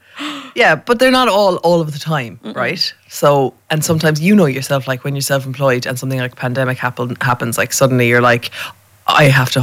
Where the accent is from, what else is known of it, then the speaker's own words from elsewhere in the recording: Cork, Munster, Ireland; like you're from Limerick, I'm from Cork.